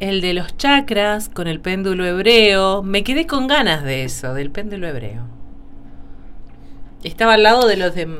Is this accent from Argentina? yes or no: yes; Northwest Argentina, Argentina; moved away; Yo vengo de Tierra del Norte y en el norte se estila mucho el picante.